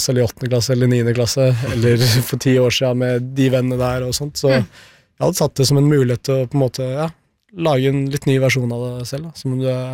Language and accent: Norwegian; Oslo, Norway; vi er jo fra Oslo på en måte